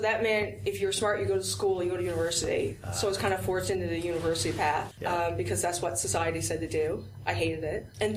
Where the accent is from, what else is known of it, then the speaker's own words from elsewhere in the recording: McIvers, Newfoundland and Labrador, Canada; I come from McIvers.